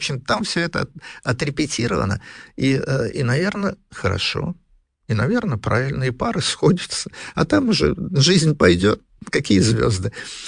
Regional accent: Russia; я вот из России

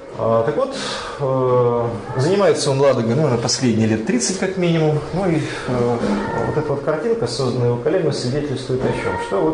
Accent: Lodeynoye Pole, Leningrad Oblast, Russia; Потому что я сам уроженец Ладейного, и там, соответственно, там есть, вот эти эти отложения, они там есть.

